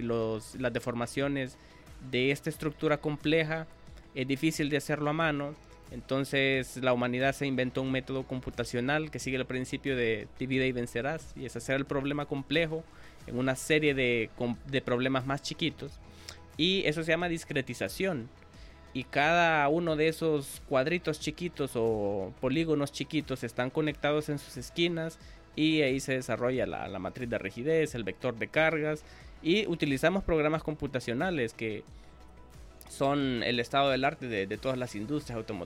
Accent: Honduras; desde mi perspectiva como docente y como hondureño

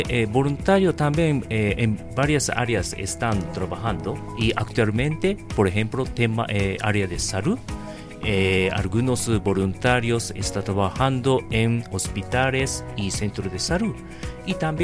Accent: Japan; Spanish is a second language; moved away as an adult; now in Honduras; somos japoneses. Nuestro como idioma, lengua de materna no es español.

